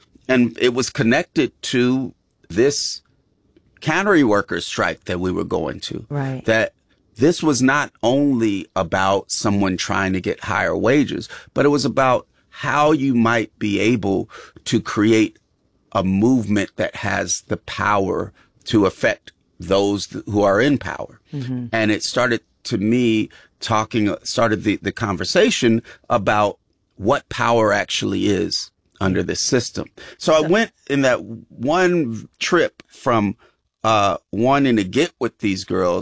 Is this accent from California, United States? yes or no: yes; California, United States